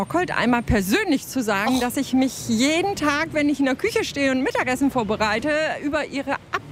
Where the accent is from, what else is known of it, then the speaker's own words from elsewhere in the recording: Hamburg, Germany; und komme aus Langenhorn.